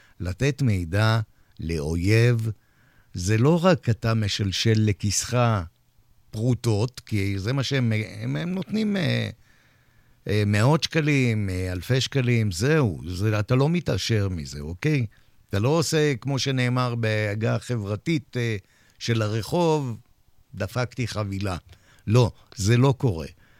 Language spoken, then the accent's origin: Hebrew; Holon, Tel Aviv District, Israel; ובת ים זו עיר שאני הייתי בה המון כחולוני.